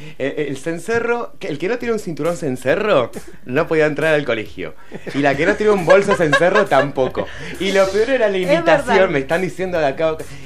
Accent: La Plata, Buenos Aires Province, Argentina; born there; Yo nací en el cuadrado. Soy platense, hijo de no platenses, lo cual implica ser un platense en serio.

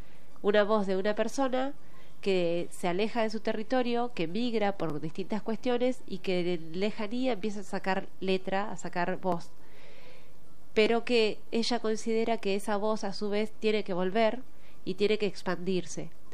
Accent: Esquel, Chubut, Argentina; now in La Plata, Argentina; Yo soy de Esquel, Chubut, vivo acá en La Plata hace unos 20 años

